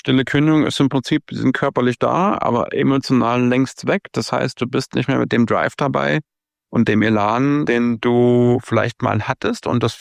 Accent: Germany; Und da sind wir irgendwie als Deutsche ein bisschen stehen geblieben.

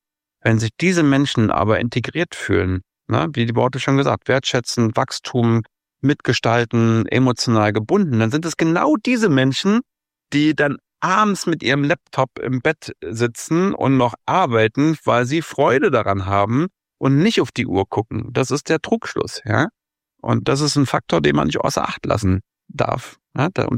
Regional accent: Germany; Und da sind wir irgendwie als Deutsche ein bisschen stehen geblieben.

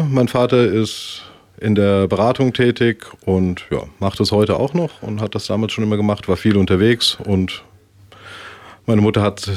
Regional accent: Mainz, Rhineland-Palatinate, Germany; Ich bin ursprünglich hier aus Mainz, also tatsächlich in Mainz geboren, im Mainzer Umland aufgewachsen und dann auch hier zur Schule gegangen.

